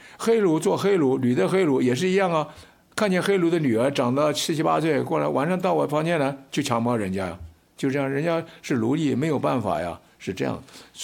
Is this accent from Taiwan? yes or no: yes; Taiwan; 韩国人比我们台湾人有志气多了